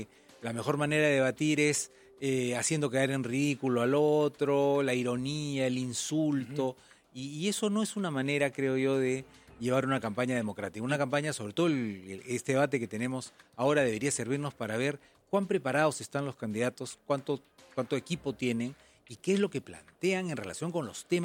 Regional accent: Peru; todos somos peruanos

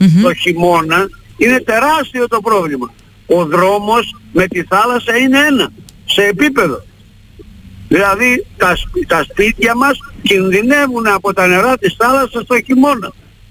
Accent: Vrachneika, West Greece, Greece; now in Monodendri, Greece; εμείς ζούμε στο Μονοδέντρη χρόνια, εγώ είμαι από τα Βραχνέικα, αλλά τώρα έτσι ξαφνίζει στο Μονοδέντρη, είμαι μονοδεντρίτης πλέον, αλλά εκεί είμαι και βραχιώτης

